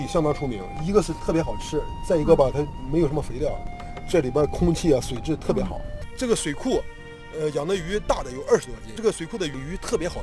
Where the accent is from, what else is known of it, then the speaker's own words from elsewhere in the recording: Laizhou, Shandong, China; 我是就说土生土长的前武关村人